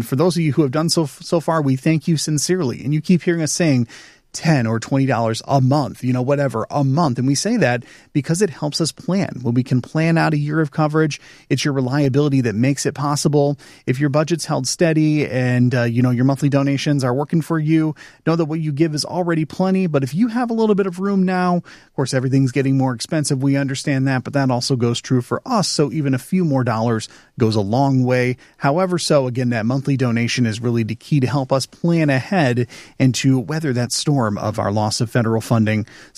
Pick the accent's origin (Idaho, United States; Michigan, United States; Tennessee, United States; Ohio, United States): Michigan, United States; Greenville; in my hometown of Greenville